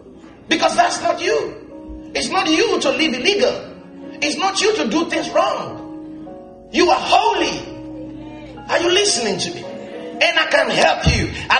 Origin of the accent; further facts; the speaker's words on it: Lesotho; You know, I'm from Lesotho.